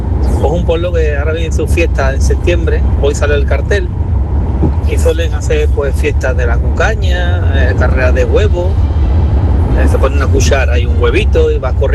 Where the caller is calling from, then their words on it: Guadalcacín, Andalusia, Spain; Las fiestas de mi pueblo se llama Guadalcacín. Es un pueblecito de la provincia de Cádiz. Está cerquita de Jerez de la Frontera. Pegado a lo que es al aeropuerto de Jerez.